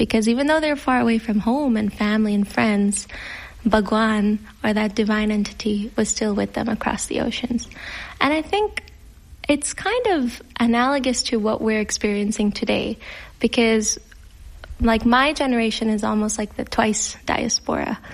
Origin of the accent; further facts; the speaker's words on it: Guyana; Because we're from Guyana, and the music there is a little more rural folk music.